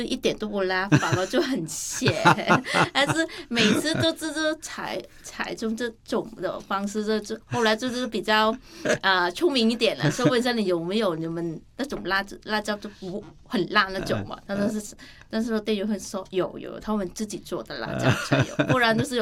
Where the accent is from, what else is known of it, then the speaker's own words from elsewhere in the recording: Vietnam; now in Taiwan; 是因为我们越南人是比较喜欢吃辣和酸的食物